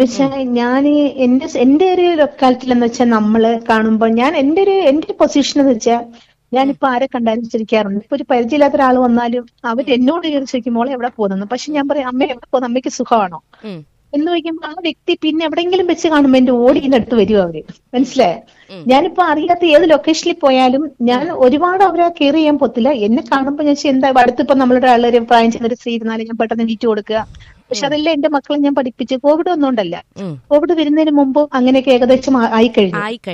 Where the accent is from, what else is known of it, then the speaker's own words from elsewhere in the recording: Kollam, Kerala, India; എന്റെ വീട് കൊല്ലത്തായിരുന്നു. അതായത് അന്ന് അവിടെ വയലായിരുന്നു.